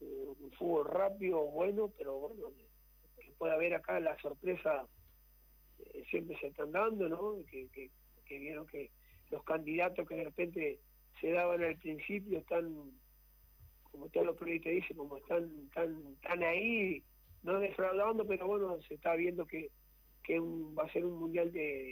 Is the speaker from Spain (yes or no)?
no; Uruguay; soy uruguayo